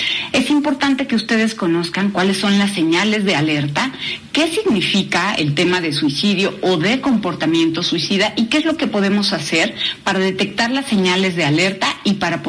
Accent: Mexico

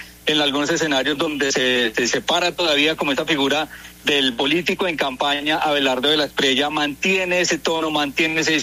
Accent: Colombia

